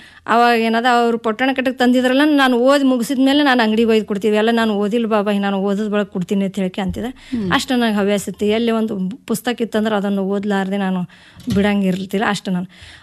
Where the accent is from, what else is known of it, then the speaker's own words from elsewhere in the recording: Javali D, Karnataka, India; ನಾನು ಕಲಬುರಗಿ ಜಿಲ್ಲೆ ಆಳನ್ ತಾಲೂಕಿನ ಜವಳಿ ಡಿ ಎಂಬ ಗ್ರಾಮದಲ್ಲಿ ಹುಟ್ಟಿದ್ದೇನೆ.